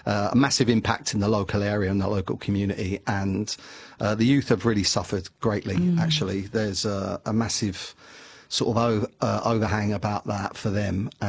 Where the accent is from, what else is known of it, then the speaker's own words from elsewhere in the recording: London, United Kingdom; because I'm a Londoner